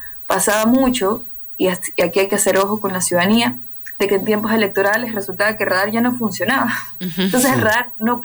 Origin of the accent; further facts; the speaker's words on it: Guayaquil, Guayas, Ecuador; Te hablo de Guayaquil, que es mi ciudad.